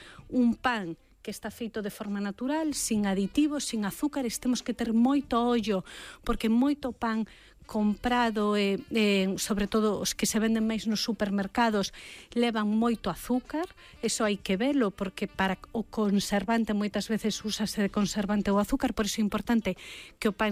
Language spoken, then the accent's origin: Galician; Moeche, Galicia, Spain; Claro, sendo galegos, eu sendo de Moeche, quitar o pan máis as patacas, isto non